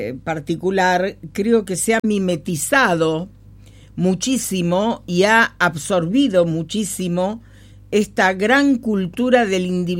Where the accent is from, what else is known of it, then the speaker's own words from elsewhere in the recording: Ushuaia, Tierra del Fuego, Argentina; nadie se identifica con nada de lo mal que estamos siendo fueguinos. ¿Qué pasa? Esos lugares, ¿por qué no se logran abrazar? Porque ya no nos importa nuestra gran casa que es Ushuaia.